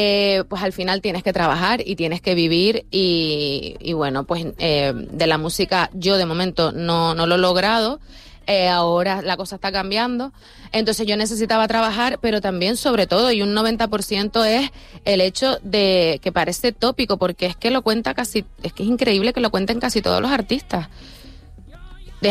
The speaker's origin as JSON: {"language": "Spanish", "region": "Canary Islands", "country": "Spain", "tie": "born or raised there"}